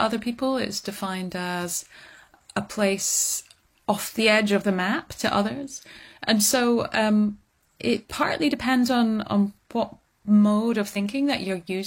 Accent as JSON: {"language": "English", "region": "Scotland", "country": "United Kingdom", "tie": "born or raised there", "said": "I grew up in the Highlands of Scotland, I'd say about a mile outside of a village."}